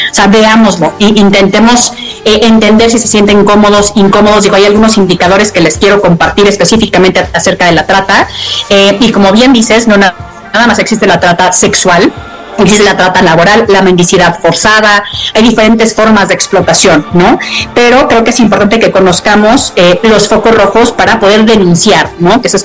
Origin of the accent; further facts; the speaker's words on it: Mexico; que nos sintamos todos parte de este gran equipo, que somos los mexicanos que conocemos este tema y que queremos hacer algo.